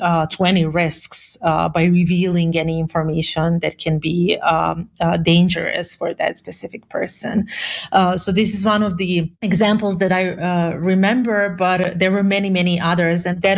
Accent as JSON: {"language": "English", "country": "Serbia", "tie": "born or raised there", "moved": "yes", "lives_now": "Mexico City, Mexico", "said": "I currently live in Mexico City, but I'm originally from Balkans. I was born in Serbia, so I grew up in an area that went through several wars and conflicts and violence."}